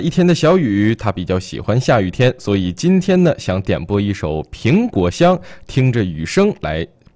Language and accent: Chinese; Liaoning, China